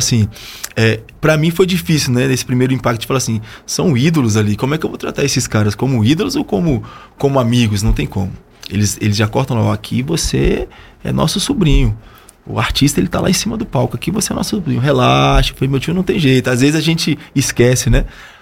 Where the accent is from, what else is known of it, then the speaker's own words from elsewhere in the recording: Brasília, Federal District, Brazil; born there; also born or lived in Salvador; Moramos aqui, voltei pra lá, cresci aqui, então assim, me criei aqui, constitui família aqui